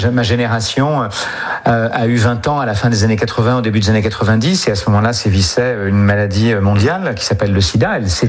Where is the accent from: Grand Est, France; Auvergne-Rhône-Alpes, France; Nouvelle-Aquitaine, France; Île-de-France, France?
Nouvelle-Aquitaine, France; Lamérac; also born or lived in Barbezieux; je suis né à Barbezieux et puis très vite nous avons déménagé à 6 km de là, dans un petit village de 160 âmes qui s'appelle Lamérac, et où il y avait effectivement une église, une école et la mairie, pour tout vous dire, et à peu près rien d'autre, et une supérette ambulante qui passait tous les deux jours.